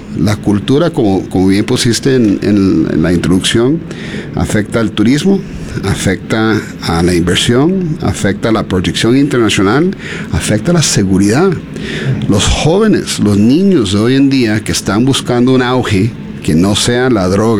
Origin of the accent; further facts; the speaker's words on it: Costa Rica; Yo soy orgullosamente costarricense. … Yo, aunque nací costarricense